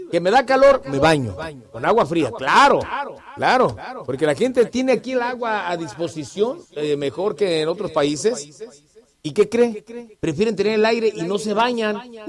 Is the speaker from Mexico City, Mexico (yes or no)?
no; Acapulco, Guerrero, Mexico; moved away; soy de Acapulco, ya lo sabe usted, allá por puro calor me crié.